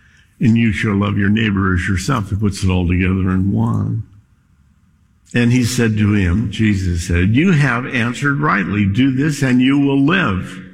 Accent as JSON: {"language": "English", "region": "Scotland", "country": "United Kingdom", "said": "I'm Scottish. My dad taught me to save everything."}